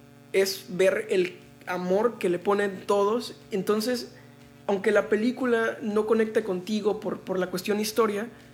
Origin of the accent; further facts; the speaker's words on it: Ciudad del Carmen, Campeche, Mexico; Soy Ciudad del Carmen